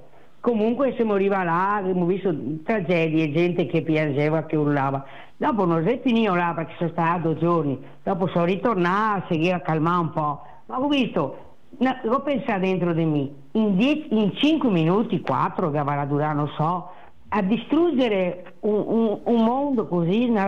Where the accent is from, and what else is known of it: Veneto, Italy; accent: Venetian dialect